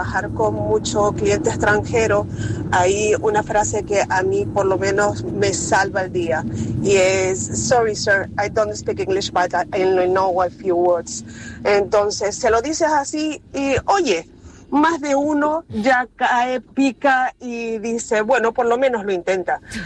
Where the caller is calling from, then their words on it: Fuerteventura, Canary Islands, Spain; Hablo desde Fuerteventura. Partimos desde la base de que yo tampoco hablo inglés